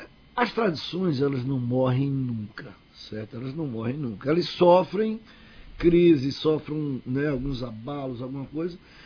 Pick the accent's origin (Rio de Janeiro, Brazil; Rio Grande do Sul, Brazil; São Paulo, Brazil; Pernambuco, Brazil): Pernambuco, Brazil; Iguaraci; Sou de Iguaraci.